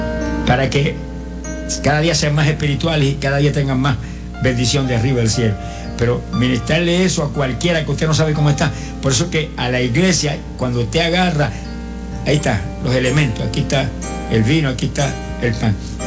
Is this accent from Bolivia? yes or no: no; Puerto Rico; en mi pueblo, allá en Camuel